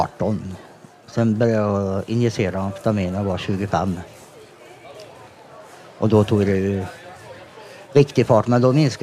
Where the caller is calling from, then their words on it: Lidköping, Västra Götaland County, Sweden; Jag kommer ifrån Lidköping.